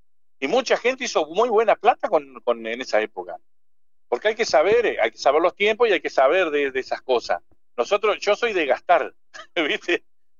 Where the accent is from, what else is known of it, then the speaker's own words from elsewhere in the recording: Argentina; Somos así los argentinos, ¿viste?